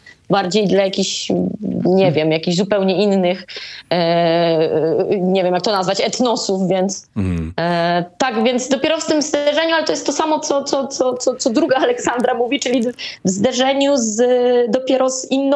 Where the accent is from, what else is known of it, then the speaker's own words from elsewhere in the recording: Frydman, Lesser Poland, Poland; ja pochodzę właśnie z Frydmana, to jest wieś na polskim Spiszu, a więc w takim malutkim regionie